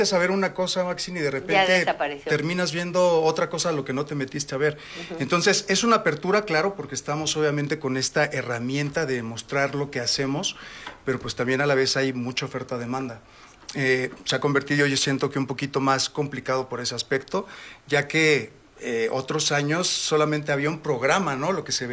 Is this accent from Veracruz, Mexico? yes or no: yes; Veracruz, Mexico; Claro. Mucha gente no piensa que soy mexicano, mucha gente piensa que soy dominicano, cubano, de Costa Rica o algo así.